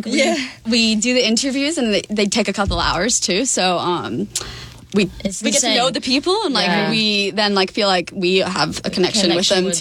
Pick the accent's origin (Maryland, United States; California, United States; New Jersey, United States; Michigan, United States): California, United States; now in Miami, United States; And I'm from California. So, like, we both grew up in soccer, football mm-hmm. communities